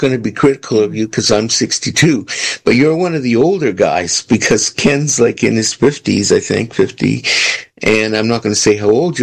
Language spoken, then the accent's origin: English; Toronto, Ontario, Canada; When I was growing up in Toronto, we were very poor, and my mom brought us up single parent.